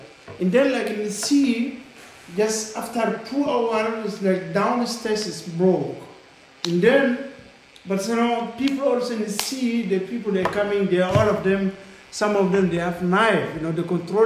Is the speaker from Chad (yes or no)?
yes; N'Djamena, Chad; English is a second language; I say, I'm from Chad. Well, where are you from Chad? They say, N'Djamena. Ah, I'm from N'Djamena.